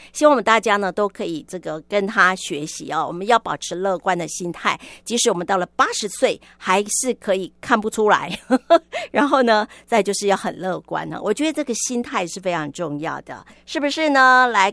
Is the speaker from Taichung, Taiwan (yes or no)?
yes; Taichung, Taiwan; 所以身为台中人呢就非常的有感，